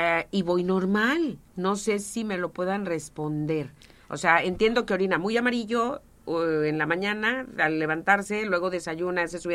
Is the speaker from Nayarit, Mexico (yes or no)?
no; Coatzintla, Veracruz, Mexico; de Coatzintla, Veracruz, mi pueblo. Saludo a mi pueblo.